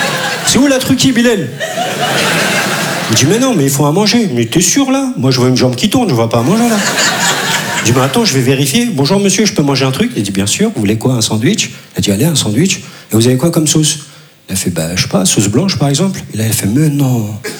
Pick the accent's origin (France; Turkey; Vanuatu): Turkey; Je dis à des gens que je suis Turc, ils voient qu'un kebab, quoi.